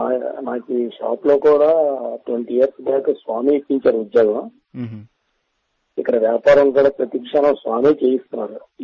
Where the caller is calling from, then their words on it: Visakhapatnam, Andhra Pradesh, India; నేను విశాఖపట్నం మద్రిపాల నుంచి మాట్లాడుతున్నానండి.